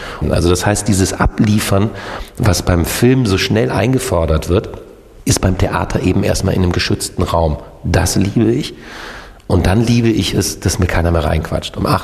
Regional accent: Northern Germany, Germany; Norddeutschland, Digga. Alter, ich habe keinen Akzent, ich habe keinen Dingsbums.

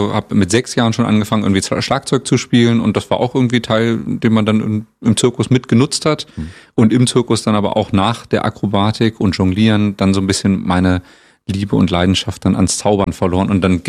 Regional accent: Hanover, Lower Saxony, Germany; Ich komme ja aus Hannover, in Niedersachsen

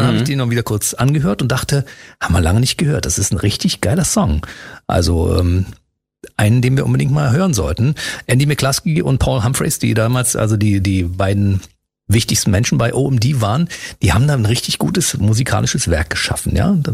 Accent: East Germany, Germany; Ich bin aus dem Osten, wir hatten keine Leopardenhosen, Freunde.

